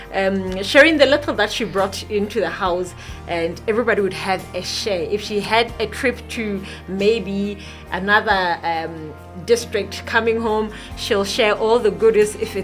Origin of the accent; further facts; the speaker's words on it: Malealea, Lesotho; I'm a girl from Malealea